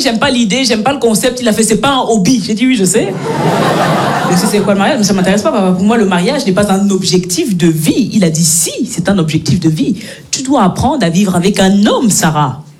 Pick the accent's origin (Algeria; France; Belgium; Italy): Belgium; Moi je suis née et j'ai grandi en Belgique, mes parents sont nés, ils ont grandi au Cameroun.